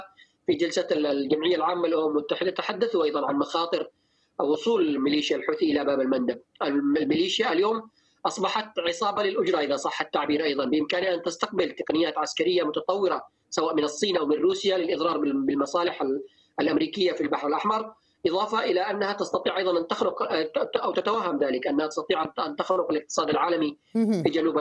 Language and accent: Arabic; Yemen; now in Istanbul, Turkey; وما نحن نؤمن به كيمنيين